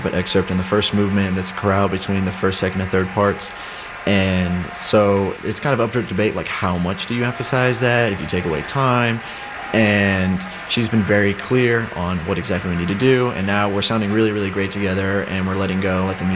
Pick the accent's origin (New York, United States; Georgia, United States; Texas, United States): Texas, United States; Humble; I'm from Humble, Texas, which is northeast of Houston.